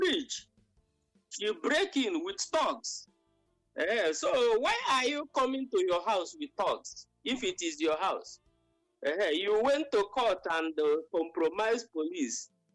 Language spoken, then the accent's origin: English; Ezeagu, Enugu State, Nigeria; We are from Amankwowi.